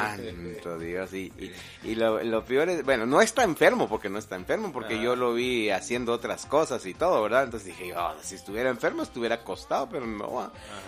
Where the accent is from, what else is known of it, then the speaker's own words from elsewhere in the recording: Guatemala; Así como el buen chapín que somos, buenos chapines que somos.